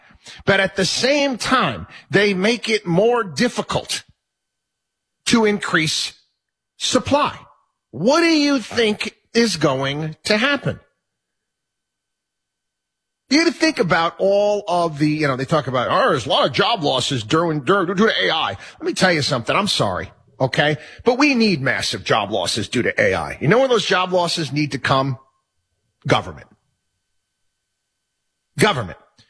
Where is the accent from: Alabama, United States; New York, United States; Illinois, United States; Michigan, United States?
New York, United States; Albany; born or raised there